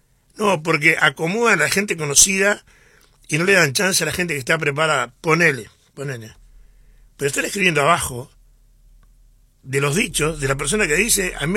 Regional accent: Rivera, Uruguay; somos del departamento de Rivera

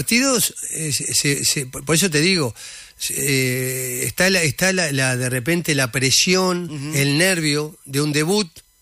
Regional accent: Uruguay; Yo soy uruguayo y él es argentino.

